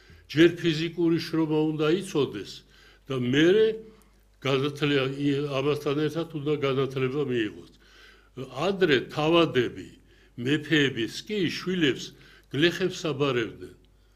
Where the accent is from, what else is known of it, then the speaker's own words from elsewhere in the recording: Gori, Shida Kartli, Georgia; თანაც ქართველი ვარ თანაც გორელი ვარ მეჯვისხეველი ვარ